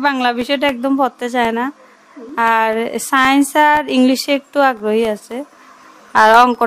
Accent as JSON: {"language": "Bangla", "region": "Tripura", "country": "India", "tie": "born or raised there", "moved": "as an adult", "lives_now": "Belonia, India", "said": "আমার বাড়ি শ্বশুর বাড়ি রাম ঠাকুর পাড়া, আর বাপের বাড়ি হচ্ছে বরপাথরি।"}